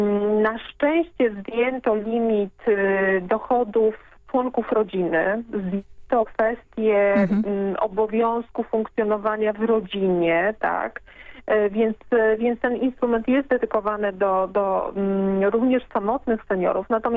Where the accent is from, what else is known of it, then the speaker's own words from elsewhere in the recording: Pomeranian Voivodeship, Poland; u nas na Pomorzu